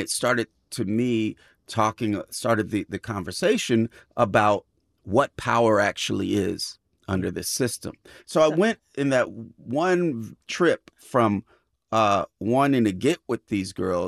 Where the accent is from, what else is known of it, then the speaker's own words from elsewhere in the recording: California, United States; obviously, I come from the Bay Area